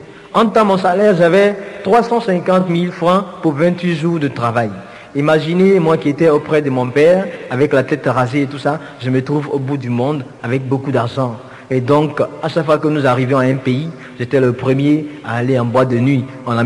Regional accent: Abidjan, Côte d’Ivoire; je vais chez moi, à Abidjan.

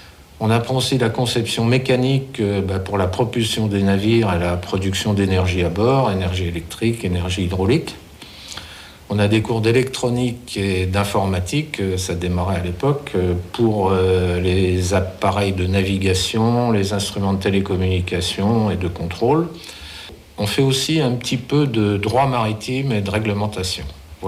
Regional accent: Brittany, France; born there; je suis breton d'origine

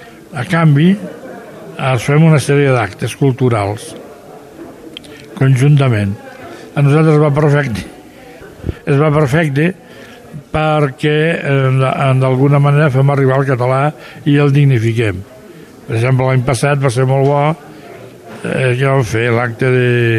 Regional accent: Aragon, Spain; a més a la Franja, per exemple, el meu poble Estorí, Sant Sigofestes, no sé, pot ser, està. I té 1.000 habitants

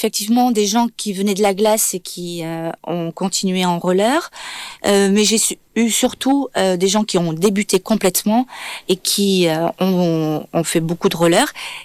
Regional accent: Occitanie, France; j'ai toujours vécu ici, dans l'Hérault.

